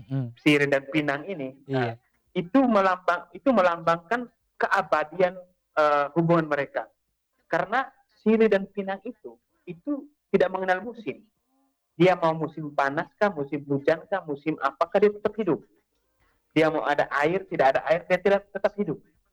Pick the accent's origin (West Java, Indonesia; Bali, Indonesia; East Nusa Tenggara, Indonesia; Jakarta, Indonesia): East Nusa Tenggara, Indonesia; Kupang; kita orang Kupang